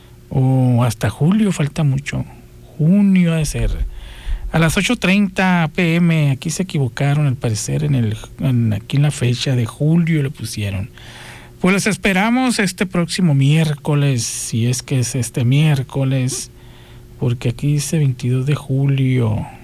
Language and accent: Spanish; Guaymas, Sonora, Mexico; Me acuerdo cuando estaba jovencito, adolescente, no sé, yo soy de Guaymas